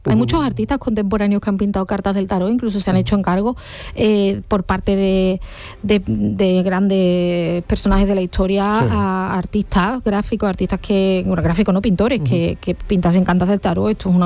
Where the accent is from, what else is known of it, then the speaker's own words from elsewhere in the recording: Santa Ana la Real, Andalusia, Spain; moved away; Santana la Real, en la provincia de Huelva, está entre Alájar y Almonaster. Somos censados, bueno, ya no, yo ya no, 540